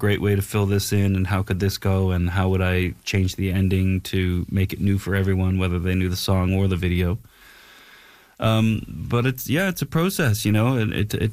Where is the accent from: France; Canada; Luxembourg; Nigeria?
Canada; Nova Scotia; moved away as an adult; now in Los Angeles, United States; I always knew, you know, I moved from Nova Scotia to Los Angeles to go to the American Film Institute.